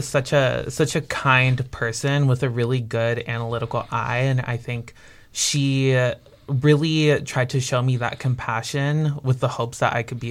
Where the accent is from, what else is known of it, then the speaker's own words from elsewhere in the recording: South Bay, Los Angeles, California, United States; moved away as an adult; now in Chicago, United States; I'm from the South Bay.